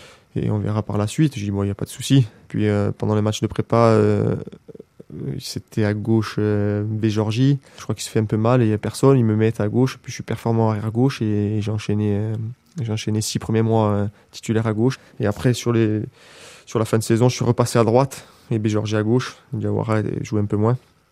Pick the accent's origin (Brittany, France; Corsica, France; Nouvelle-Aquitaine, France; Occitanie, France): Corsica, France; peu importe où on va chez nous, on est Corse.